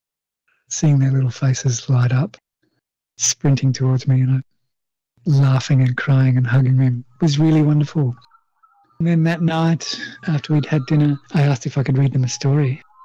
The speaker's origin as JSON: {"language": "English", "town": "Wagin", "region": "Western Australia", "country": "Australia", "said": "I'm a Wadjalah from Wagin in Western Australia, and I've done a bit of bird in the UK."}